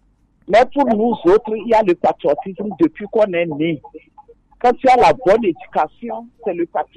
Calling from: Savanes, Togo; Je vous appelle de Karboua.

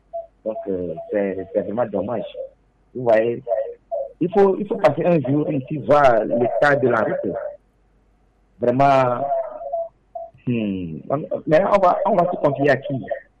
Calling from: Maritime, Togo; Oui, j'appelle de Diagblé.

